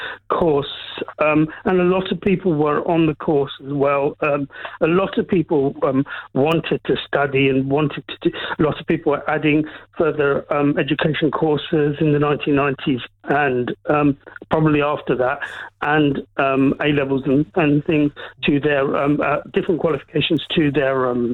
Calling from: Alton, South East England, United Kingdom; Yes, I'm ringing from Alton today.

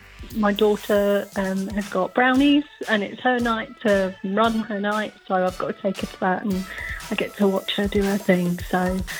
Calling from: Braintree, East of England, United Kingdom; I'm in Braintree.

